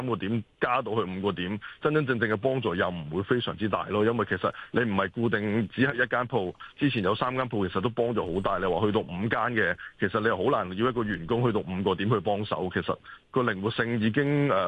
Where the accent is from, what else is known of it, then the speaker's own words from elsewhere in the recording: Hong Kong; 我哋都身為香港人